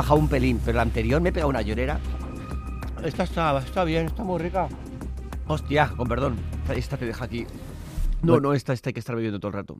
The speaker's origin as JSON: {"language": "Spanish", "town": "San Sebastián", "region": "Basque Country", "country": "Spain"}